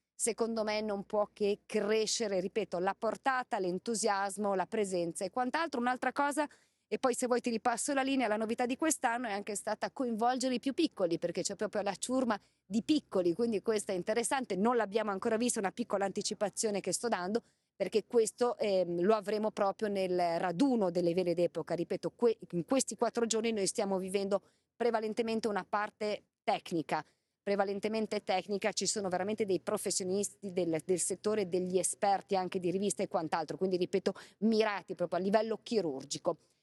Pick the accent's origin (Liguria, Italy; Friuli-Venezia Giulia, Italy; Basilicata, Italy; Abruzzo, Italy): Liguria, Italy